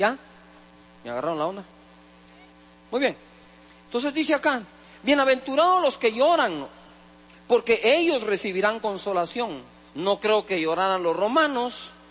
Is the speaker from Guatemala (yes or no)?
yes; Guatemala; Oírlo hoy todo esto como guatemaltecos y cristianos es una cosa.